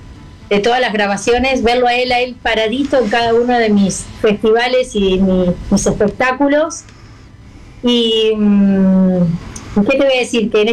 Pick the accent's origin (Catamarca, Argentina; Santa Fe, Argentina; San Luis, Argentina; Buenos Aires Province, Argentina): Santa Fe, Argentina; Rosario; qué mejor que tener mi propia academia en mi ciudad natal.